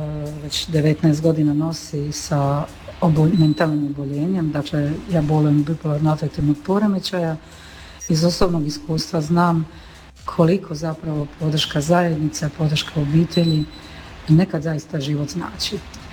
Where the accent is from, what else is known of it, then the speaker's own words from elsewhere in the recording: Split, Split-Dalmatia County, Croatia; iz Splita sam pa je to lokacija gdje mi šetamo i penjemo se kad imamo snage.